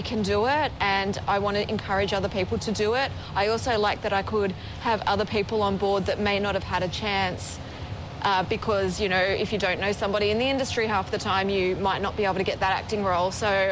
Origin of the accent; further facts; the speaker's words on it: New South Wales, Australia; So it's basically based on loosely on my life. Some parts are true, some parts aren't. And it's growing up in Western Sydney.